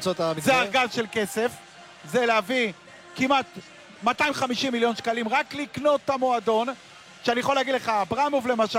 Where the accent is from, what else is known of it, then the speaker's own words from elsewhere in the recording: Haifa, Haifa District, Israel; גדלתי בסוג של היציע הזה, ביציע ג' המיתולוגי בקריית אליעזר. אני גאה בכך, ואני נולדתי כך ואני אמות כך